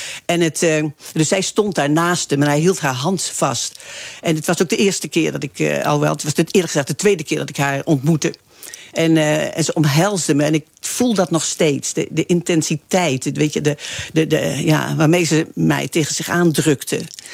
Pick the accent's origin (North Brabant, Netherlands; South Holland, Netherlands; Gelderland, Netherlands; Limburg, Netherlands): Gelderland, Netherlands; Arnhem; born there; now in Amsterdam, Netherlands; Omdat ik in 1968 vanuit Arnhem, mijn geboortestad, naar Amsterdam ging.